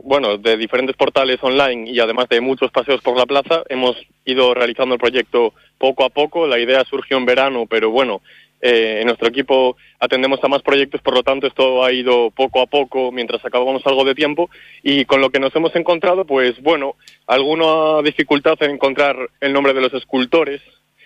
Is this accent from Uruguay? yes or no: no; Galicia, Spain; now in Salamanca, Spain; Yo, aunque soy de origen gallego, vivo en Salamanca desde hace muchos años